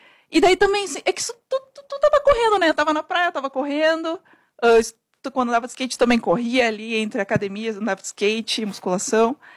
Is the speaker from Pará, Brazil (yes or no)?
no; Porto Alegre, Rio Grande do Sul, Brazil; now in São Paulo, Brazil